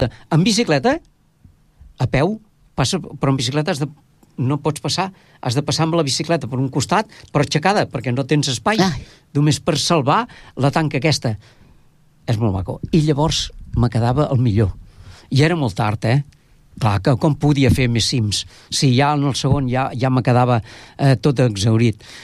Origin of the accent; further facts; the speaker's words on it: Tordera, Catalonia, Spain; esclar, això sempre que dic, jo vinc de Tordera